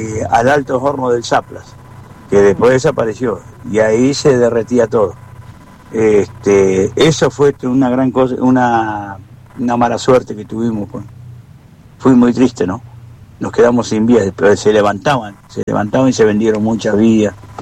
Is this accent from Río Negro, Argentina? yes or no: no; Tapalqué, Buenos Aires Province, Argentina; born there; now in Azul, Argentina; Soy un camionero, estoy acá en Trenquelauque, ¿no? Ando continuamente en ruta, bueno, soy de Azul. Yo me acuerdo entre el gobierno de Menem y el gobierno de Onganía, yo era chico. Empezaron a levantar vía y yo me acuerdo, qué lástima, soy nacido en Tapalquí